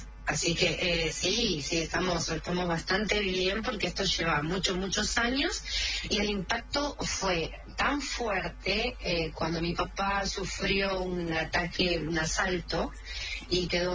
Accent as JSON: {"language": "Spanish", "town": "Banfield", "region": "Buenos Aires Province", "country": "Argentina", "tie": "born or raised there", "lives_now": "San Vicente, Argentina", "said": "Yo, bueno, zona sur, yo me crié en Banfield."}